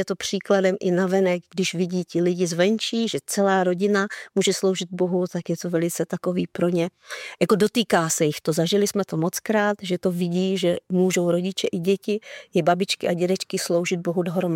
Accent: Brno, South Moravian Region, Czechia; Tak my jsme oba s manželem … jsme rození Brňáci. Vyrůstali jsme v Brně, prožili jsme tam mládí, dětství

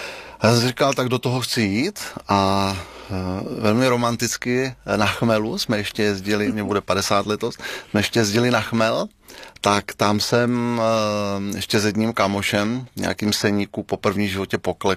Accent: Brno, South Moravian Region, Czechia

